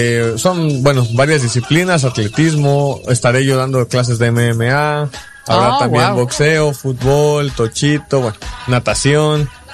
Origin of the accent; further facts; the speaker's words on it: Mexico; somos buenos mexicanos